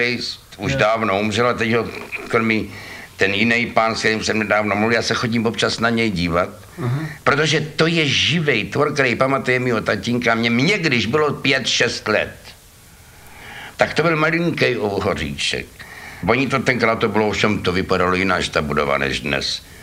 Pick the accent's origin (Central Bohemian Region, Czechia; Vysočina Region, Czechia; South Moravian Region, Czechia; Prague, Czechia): Prague, Czechia; Já jsem z Prahy. To je tedy náramná asociace. Ty žížaly a ty seš z Prahy. Ano, já jsem z Prahy žížala teda.